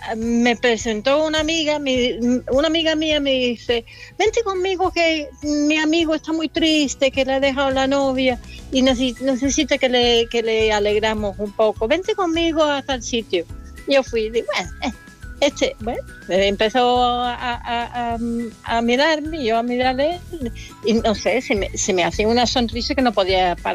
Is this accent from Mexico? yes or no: no; England, United Kingdom; Spanish is a second language; No, yo soy inglesa, pero puedo hablar en cateto español si quieren.